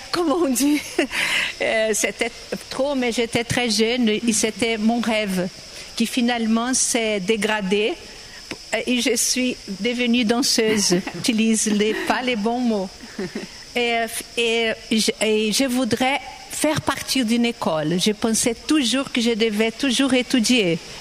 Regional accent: Brazil; French is a second language; chez moi, au Brésil

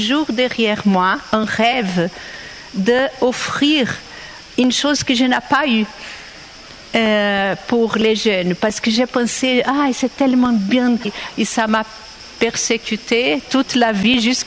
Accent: São Paulo, Brazil; French is a second language; moved away as an adult; je suis née en 56 à São Paulo, alors j'ai grandi.

